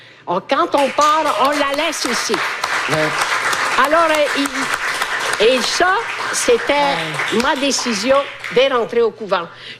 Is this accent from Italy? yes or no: yes; Italy